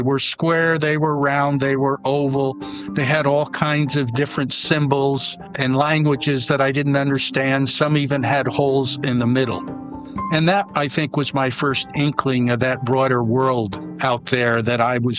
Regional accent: Plainfield, New Jersey, United States; I was brought up in Plainfield, New Jersey. My dad worked at J&J, Johnson & Johnson. My mom was a nurse, and we were within a block of my grandparents

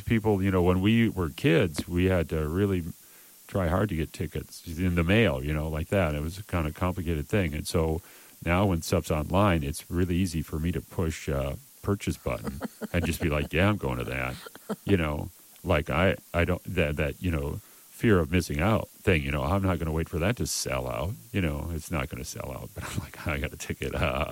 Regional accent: Blue Earth County, Minnesota, United States; I grew up in Blue Earth County. That's a little bit distance from the town of Blue Earth

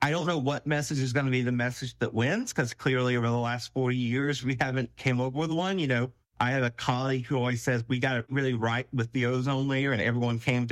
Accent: Charleston, South Carolina, United States; now in Arizona, United States; I'm from South Carolina. Growing up, other than Hugo, I can count on my hands the number of times Charleston probably flooded.

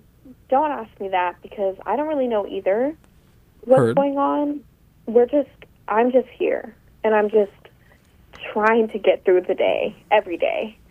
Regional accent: Fayetteville, Arkansas, United States; And I'm not from California. I'm from our very own Fayetteville, Arkansas.

